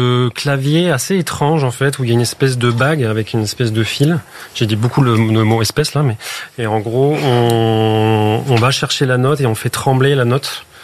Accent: Toulouse, Occitanie, France; Je viens exactement de la banlieue de Toulouse

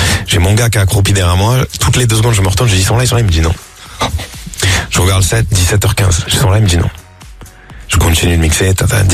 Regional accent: Marseille, Provence-Alpes-Côte d'Azur, France; Ben, je viens de Marseille, donc forcément, je me dis, à un moment donné, ça pourrait être cool de le faire.

